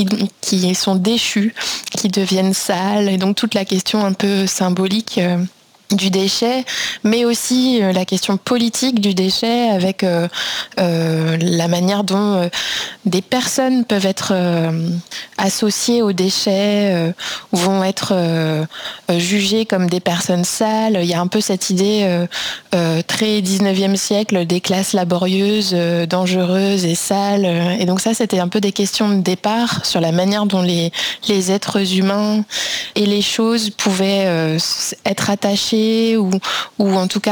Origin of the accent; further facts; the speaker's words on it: France; also born or lived in Brussels, Belgium; Mais au départ, je suis française et j'ai un parcours de sciences sociales au sens large avant de me spécialiser en anthropologie.